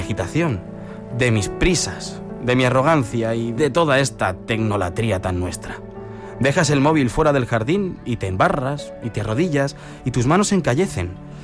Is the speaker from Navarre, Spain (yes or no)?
yes; Pamplona, Navarre, Spain; born there; now in Ibiza, Spain; Nací en Pamplona y vivo en Ibiza.